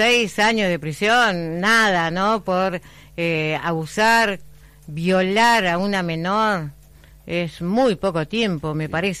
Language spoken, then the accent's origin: Spanish; Santiago del Estero, Argentina; now in Roca, Argentina; de Santiago del Estero. Me encuentro trabajando por Roca.